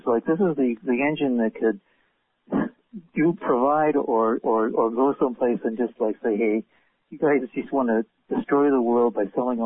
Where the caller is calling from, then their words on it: Los Angeles, California, United States; from Los Angeles.